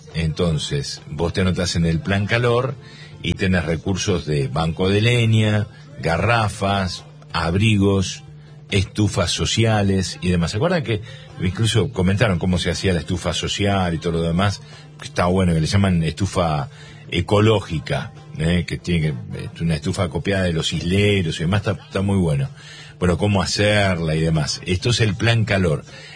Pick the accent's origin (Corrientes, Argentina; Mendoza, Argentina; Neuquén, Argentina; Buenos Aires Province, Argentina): Buenos Aires Province, Argentina; General Daniel Cerri; Yo porque soy de Cerri, ¿viste?